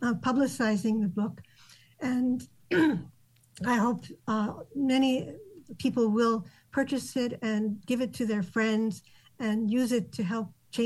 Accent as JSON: {"language": "English", "region": "Tokyo", "country": "Japan", "tie": "born or raised there", "said": "also growing up in Tokyo as a minority there, actually, I was very comfortable being a minority in Tokyo."}